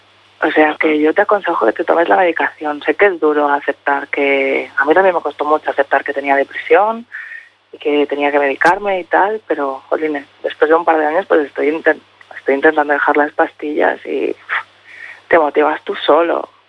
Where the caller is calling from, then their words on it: Mallorca, Balearic Islands, Spain; yo soy de Mallorca